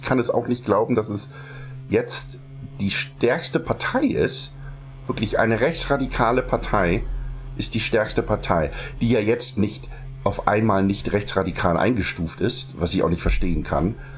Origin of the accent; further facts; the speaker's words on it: Germany; ich als Deutscher dann halt sagen muss